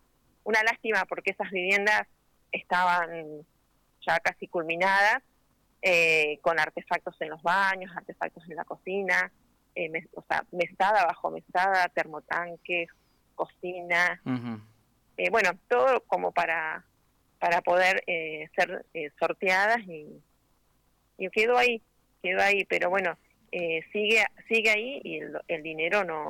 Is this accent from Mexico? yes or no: no; Comandante Luis Piedra Buena, Santa Cruz, Argentina